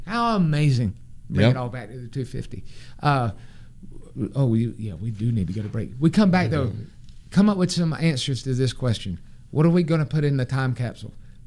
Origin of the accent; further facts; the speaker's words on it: United States; born there; lucky to have been born here